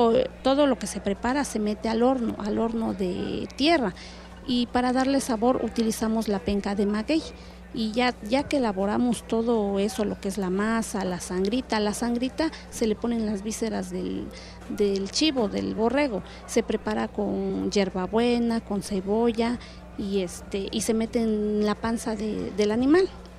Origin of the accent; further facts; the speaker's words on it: Villa de Etla, Oaxaca, Mexico; Soy originaria de Santo Domingo, Barrio Bajo, perteneciente a la villa de Etla.